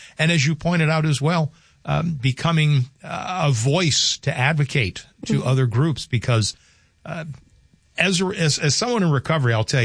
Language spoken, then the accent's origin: English; Louisiana, United States; now in North Dakota, United States; my home state of Louisiana